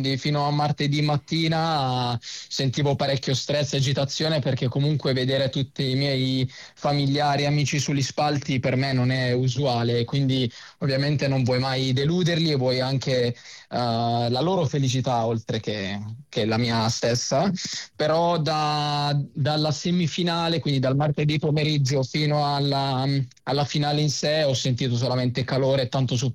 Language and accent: Italian; Santeramo in Colle, Apulia, Italy; quando avevo più o meno 7 anni, ovviamente per divertimento qua nel mio paese Santeramo in Colle